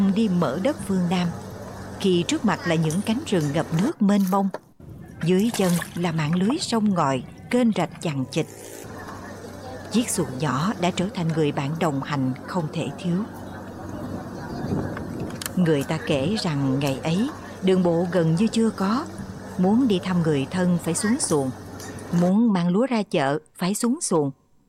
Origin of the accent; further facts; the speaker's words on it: Mekong Delta, Vietnam; Tôi không sinh ra ở Nam Bộ, nhưng tuổi thơ của tôi lại lớn lên ở nơi đây. Và cũng như nhiều đứa trẻ miền Tây ngày ấy, tuổi thơ của tôi gắn với những dòng sông nhiều hơn những con đường.